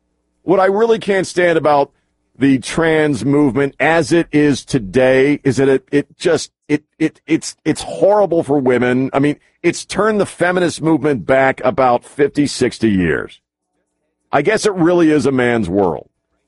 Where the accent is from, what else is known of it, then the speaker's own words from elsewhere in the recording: Baltimore, Maryland, United States; I like watching baseball, but that's mostly because I grew up around the Baltimore Orioles and my family was all into baseball.